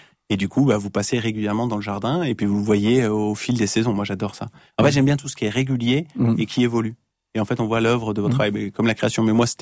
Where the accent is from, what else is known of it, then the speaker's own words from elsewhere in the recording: Auvergne-Rhône-Alpes, France; parce que on est aussi de la Savoie. Et donc, en Savoie, j'ai toujours abattu les arbres, les pins principalement. Donc, on est assez bûcherons.